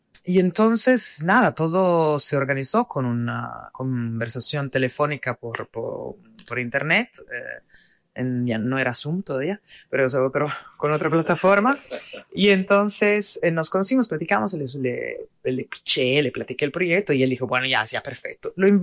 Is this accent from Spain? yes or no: no; Italy; moved away; yo también siendo europea, de origen italiana